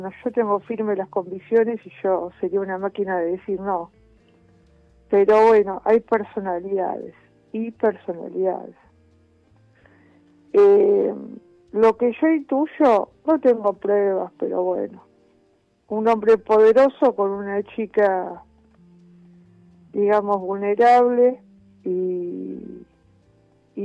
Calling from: Quilmes, Buenos Aires Province, Argentina; De Quilmes

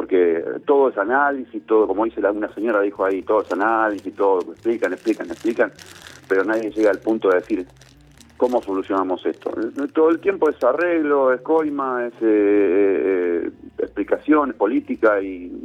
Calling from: Rafael Castillo, Buenos Aires Province, Argentina; Yo soy de Rafael Castillo, en La Matanza, pero ahora estoy en Colón por una semanita. Soy trabajando acá y, bueno, después vuelvo de vuelta a Buenos Aires.

